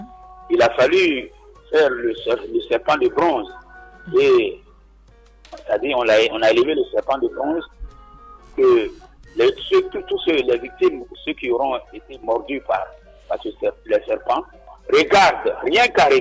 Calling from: Dabou, Lagunes, Côte d’Ivoire; je suis de Dabou, la paroisse Sacré-Cœur de Bonne.

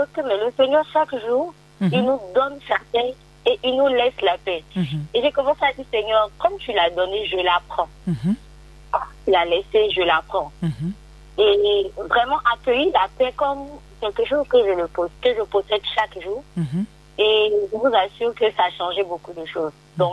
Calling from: Abidjan, Côte d’Ivoire; Depuis Rivera Faya.

